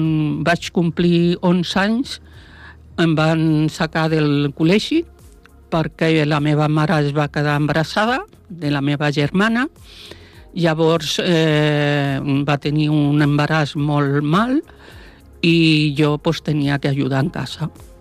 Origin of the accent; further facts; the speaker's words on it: L'Hospitalet de Llobregat, Catalonia, Spain; also born or lived in Sant Cugat del Vallès; Al principi, jo vaig néixer a Sant Cugat del Vallès, però als 2 anys es van anar a l'Hospitalet de Llobregat i vaig estar allà fins que es va casar.